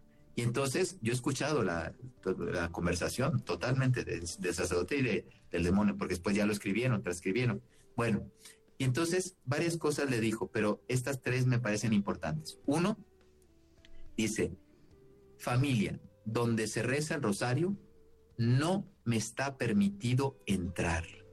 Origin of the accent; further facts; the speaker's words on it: Mexico; yo soy mexicano y mi abuelo fue cristero, fue uno de los jovencitos católicos bien formados.